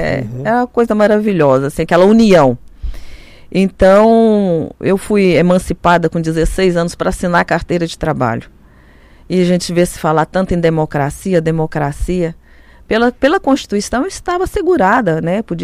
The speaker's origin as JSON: {"language": "Portuguese", "region": "Goiás", "country": "Brazil", "tie": "born or raised there", "said": "Eu sou do interior de Goiás, eu nasci no interior de Goiás, sou filho de pequenos produtores."}